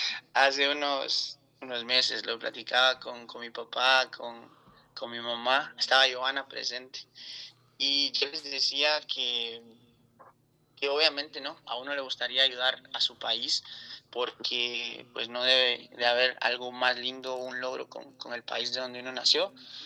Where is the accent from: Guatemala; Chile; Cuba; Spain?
Guatemala; now in United States; vine a Estados Unidos por decisión propia o mi familia porque buscáramos un futuro mejor. Nosotros tuvimos que salir de Guatemala porque obviamente estábamos sufriendo extorsiones